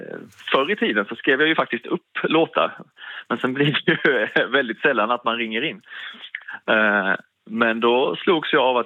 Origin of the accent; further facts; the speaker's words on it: Småland, Sweden; now in Ljungsbro, Sweden; Jag kommer ju själv lite från Småland, Skånehållet. Men ja, vi hamnade i Ljungsbro här utanför